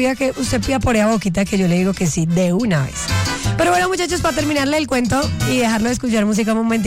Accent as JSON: {"language": "Spanish", "town": "Cali", "region": "Valle del Cauca", "country": "Colombia", "said": "como yo soy caleña, pues nosotros en Cali tenemos unos canticos dentro de las canciones que no existen en realidad en letra original"}